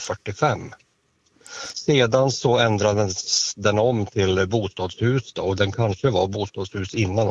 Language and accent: Swedish; Älvrå, Sweden; moved away as an adult; min hemby Älvrå. Mm-hmm. Det är ju så här att jag är född och uppvuxen här, men 2007 så flyttade vi härifrån